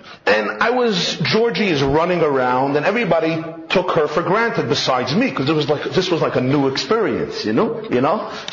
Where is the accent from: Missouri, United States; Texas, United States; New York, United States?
New York, United States; New York City; Growing up in the Crown Heights community of Brooklyn, I did not know what it means to grow up with a dog.